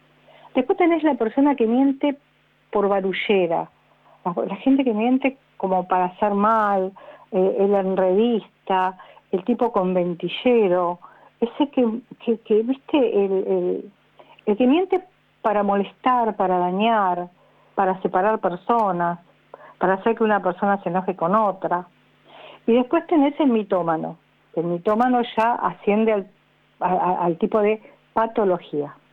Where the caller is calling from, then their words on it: Mar del Plata, Buenos Aires Province, Argentina; de Mar del Plata.